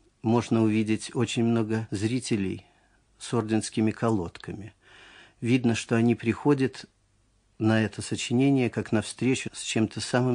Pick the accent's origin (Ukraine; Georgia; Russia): Russia; Saint Petersburg; Когда началась Великая Отечественная война, мне было всего 8 лет. Наша семья жила в Ленинграде, я коренной ленинградец